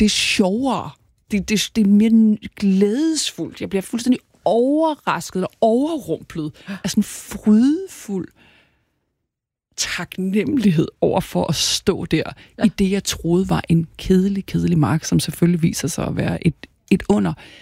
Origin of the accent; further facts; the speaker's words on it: Capital Region of Denmark, Denmark; Det ligner noget hjemme i Nordsjælland.